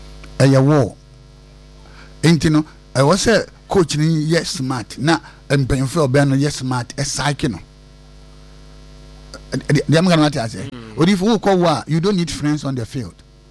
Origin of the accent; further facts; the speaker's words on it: Ghana; if you take all my money, I am still a Ghanaian.